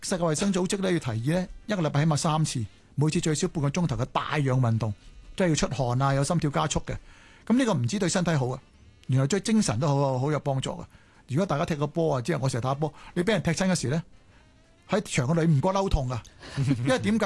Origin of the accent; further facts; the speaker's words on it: Hong Kong; 我哋香港人都幾急，你聽我講嘢急啦